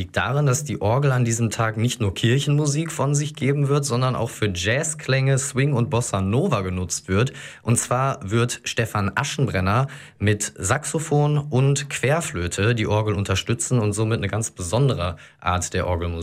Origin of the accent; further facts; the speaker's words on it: Geldern, North Rhine-Westphalia, Germany; born there; Ich bin als gebürtiger Gelderner ja hier im Norden dann schon wieder fast ein Ausländer, könnte man sagen. Also lokal sind da doch einige Unterschiede im Platt zu erkennen